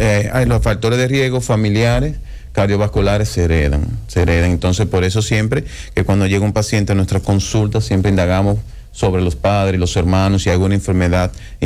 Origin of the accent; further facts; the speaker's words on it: Dominican Republic; debemos nosotros como dominicanos